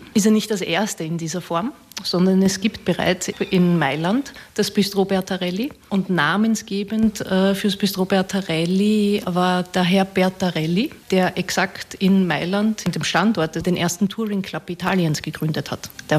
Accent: Vienna, Austria; Also ich bin ja eher im Süden Wiens aufgewachsen.

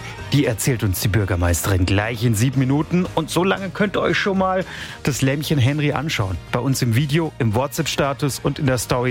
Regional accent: Enzklösterle, Baden-Württemberg, Germany; In meiner Heimat, im Nordschwarzwald, genauer gesagt in Enzklösterle, gibt's jetzt nicht nur einen Amtsschimmel

